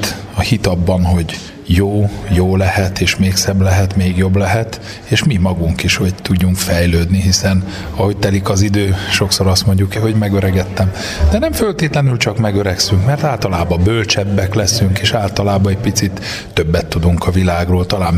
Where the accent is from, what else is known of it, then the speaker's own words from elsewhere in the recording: Hungary; nem hiába születtünk magyarnak